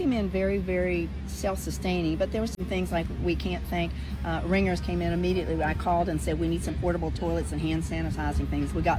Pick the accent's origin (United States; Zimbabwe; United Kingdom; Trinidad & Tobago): United States; Lewisburg, West Virginia; in Lewisburg, West Virginia, and honestly, as much as I love the group, I hope to never see them in my hometown because that says there's a disaster.